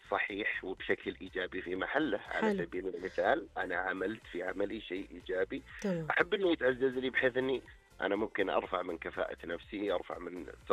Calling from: Tabuk, Tabuk Province, Saudi Arabia; أنا أكلمكم من شمال المملكة، من مدينة تبوك.

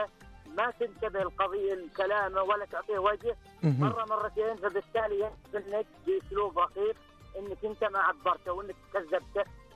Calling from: Shaqra, Riyadh Province, Saudi Arabia

